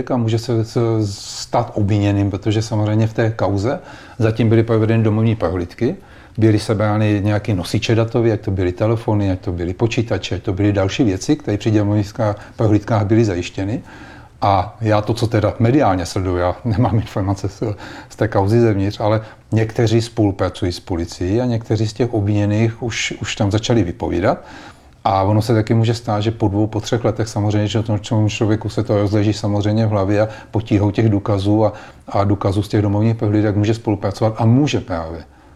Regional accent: Brno, South Moravian Region, Czechia; a já jsem z Brna, tak samozřejmě vím, jak se v Brně o tom mluví

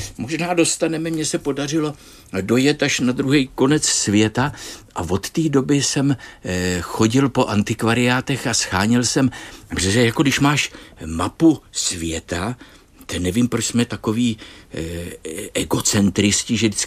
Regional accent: Prague, Czechia; A odkaď jsme, my jako z Prahy

